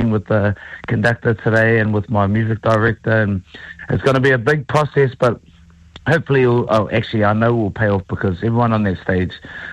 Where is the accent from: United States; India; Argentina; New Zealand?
New Zealand; I'm sure every New Zealander's grown up with, especially in my generation, which I'm only 22.